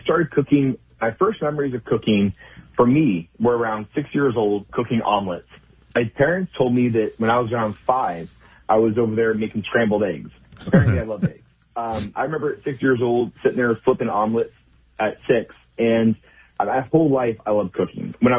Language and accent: English; Healdsburg, California, United States; moved away as an adult; 18 years ago now, I came home and settled back here in my hometown of Healdsburg.